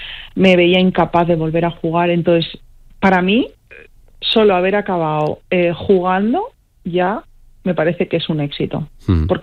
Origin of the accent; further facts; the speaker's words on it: Zaragoza, Aragon, Spain; now in Valencia, Spain; Igual no en verano, pero soy de Zaragoza. O sea, peor que en Zaragoza no voy a estar.